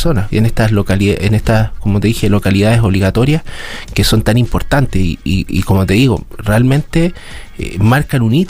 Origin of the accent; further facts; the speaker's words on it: Punitaqui, Coquimbo, Chile; yo trabajé en Ovalle, en Río Hurtado, soy de Punitaqui